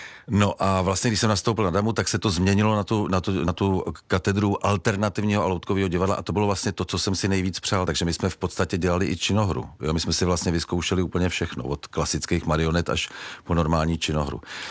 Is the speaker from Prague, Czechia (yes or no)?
yes; Prague, Czechia; protože tím, že jsem taky rodilý Pražák, tak je to trošku čest pro mě.